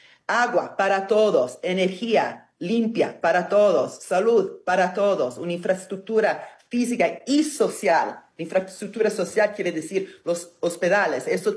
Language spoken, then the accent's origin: Spanish; Italy; Spanish is a second language; Recordámonos que soy italiana, ¿no? Donde la mafia es el puesto más grande esfuerzo.